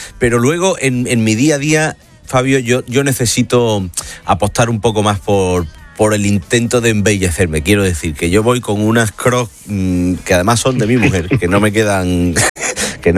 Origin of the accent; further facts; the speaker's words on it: Tudela, Navarre, Spain; Es buena verdura tiene Tudela, mi tierra.